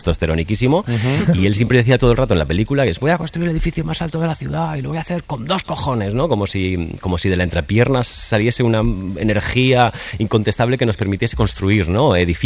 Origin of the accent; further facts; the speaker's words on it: Catalonia, Spain; Porque yo soy catalán, entonces los catalanes que nacimos a finales de los 90 nos metieron con calzador lo de que Antoni Gaudí era referente internacional